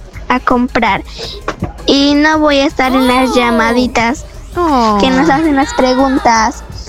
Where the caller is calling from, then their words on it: Cajamarca, Peru; Mis tardes, que de la Cajamarca.